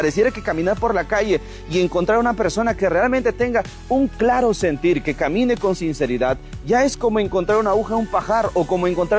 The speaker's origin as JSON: {"language": "Spanish", "town": "Villarrica", "region": "Guairá", "country": "Paraguay", "tie": "born there", "said": "Nací aquí en Villarrica, siento, amo esta tierra"}